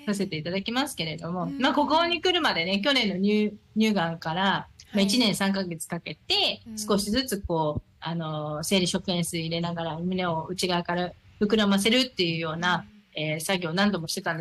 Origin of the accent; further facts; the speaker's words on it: Soka, Saitama, Japan; 今日はですね、地元の埼玉県草加市からお届けさせていただきまして、